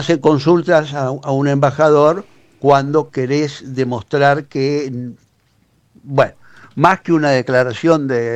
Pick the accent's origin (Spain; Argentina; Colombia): Argentina